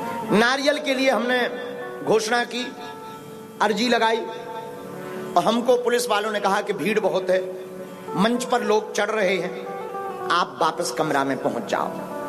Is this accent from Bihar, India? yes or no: no; Chhatarpur district, Madhya Pradesh, India; मध्य प्रदेश में जहां हमारा जिला है उस जिले का नाम छतरपुर है।